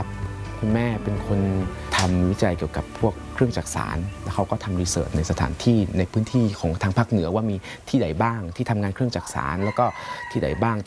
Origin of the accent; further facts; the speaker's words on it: Chiang Mai, Thailand; เอาภายในจังหวัดเชียงใหม่คือเป็นจังหวัดบ้านเกิดของเราเอง